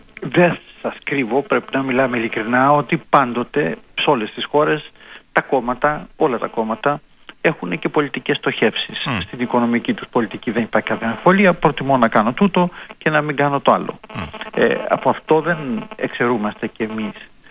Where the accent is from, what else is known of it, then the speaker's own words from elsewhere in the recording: Greece; ως Έλληνας πολίτης τώρα μιλώντας